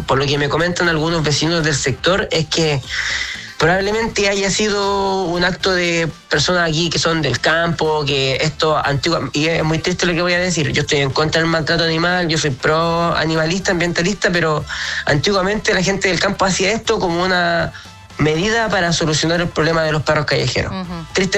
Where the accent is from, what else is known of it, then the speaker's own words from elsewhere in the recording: Caicay, Chile; Y pasó justamente que yo soy del sector de Caicay.